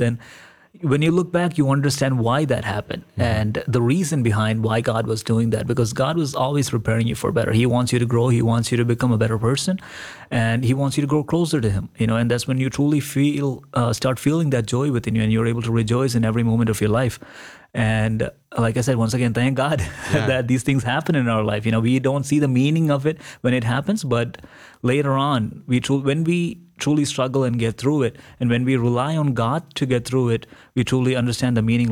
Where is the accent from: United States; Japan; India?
India; Kerala; growing up in India, growing up in Kerala, always brings a smile to my face when I think about it